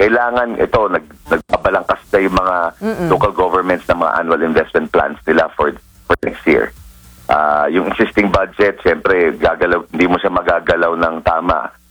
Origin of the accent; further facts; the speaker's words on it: Parañaque, Metro Manila, Philippines; sa amin sa Paranaque, asinan to eh, before.